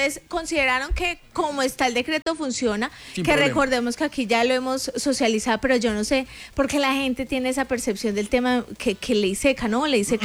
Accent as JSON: {"language": "Spanish", "country": "Colombia", "said": "Sí, total, sí, y estamos todos somos colombianos."}